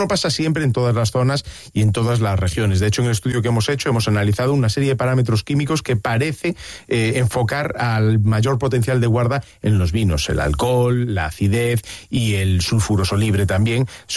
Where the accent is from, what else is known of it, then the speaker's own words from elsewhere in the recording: Galicia, Spain; Como buen gallego, depende.